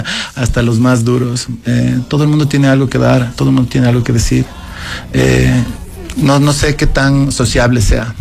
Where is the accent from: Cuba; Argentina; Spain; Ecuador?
Ecuador; No somos ecuatorianos, somos ciudadanos de un planeta que tiene problemas